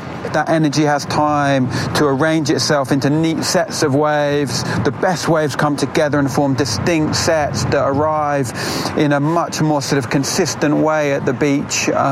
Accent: London, United Kingdom; now in Cornwall, United Kingdom; But I'm a Londoner born and bred that now lives in Cornwall. I've lived here for the best part of 20 years.

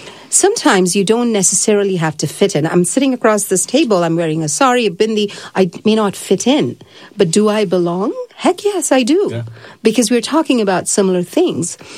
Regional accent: Kuwait; So with this premise, I grew up in Kuwait. We were a minority there. This is an Islamic state.

